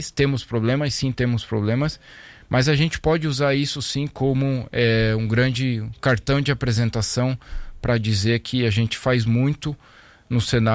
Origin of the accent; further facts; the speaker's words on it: Brazil; eu tenho muito orgulho de dizer que sou brasileiro